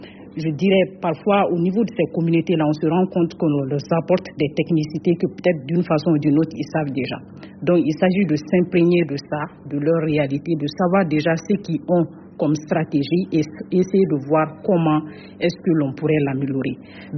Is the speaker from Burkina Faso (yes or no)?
no; Mali